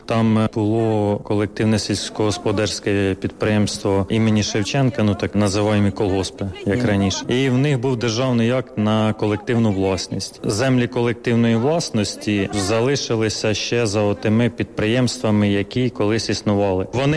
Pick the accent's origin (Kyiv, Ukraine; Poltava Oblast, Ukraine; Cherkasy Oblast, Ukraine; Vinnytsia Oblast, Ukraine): Poltava Oblast, Ukraine; Lokhvytsia; Я з Лохвиці, не знаю, яка там ситуація за 12 кілометрів у Васильках